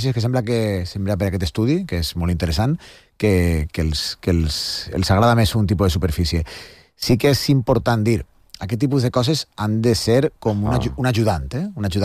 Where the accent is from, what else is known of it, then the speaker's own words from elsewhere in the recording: Faura, Valencian Community, Spain; No, d'un poblet a costa de Sagunt, que es diu Faura.